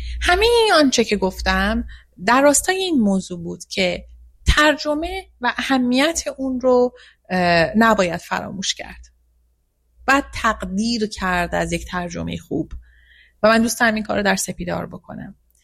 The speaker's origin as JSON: {"language": "Persian", "country": "Iran", "tie": "born there", "said": "من شخصا در اون ساختار بزرگ شدم. من در ساختار حکومتی و استبدادی بعد از انقلاب بزرگ شدم، مدرسه رفتم، توی اون ساختار درس خوندم"}